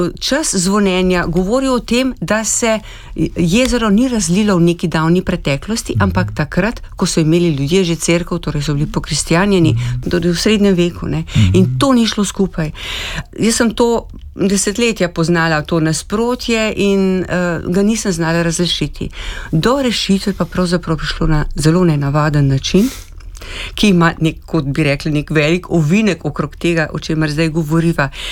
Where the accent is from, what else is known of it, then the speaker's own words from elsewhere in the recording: Kamnik, Central Slovenia, Slovenia; Namreč prihajam iz Kamnika in tam sem se že zelo zgodaj srečala s izročilom o Kamniškem jezeru.